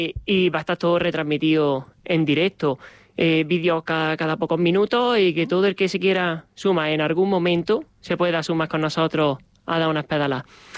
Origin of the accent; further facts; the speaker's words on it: Montefrío, Andalusia, Spain; moved away as an adult; now in Talavera de la Reina, Spain; Voy a Montefrío. Al final yo soy de allí, yo aquí llevo 10 añitos.